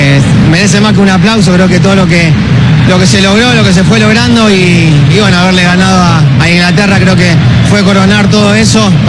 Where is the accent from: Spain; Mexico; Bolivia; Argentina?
Argentina; Es decisión de él sabrá qué es lo que quiere, pero obviamente como argentino me gustaría que siga.